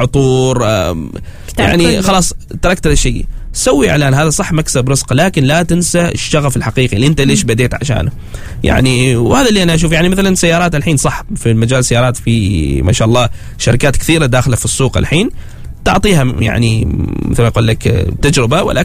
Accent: Oman; نحن كعمانيين ما في حد عماني راح يصوق وصور هنا، في عمانيين ما أنكر بس ما حد سوى بهذا الطريقة.

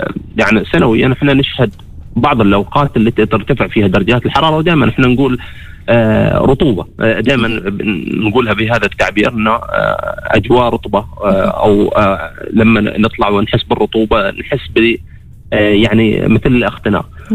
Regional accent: Oman; عز الصيف عندنا في سلطنة عمان.

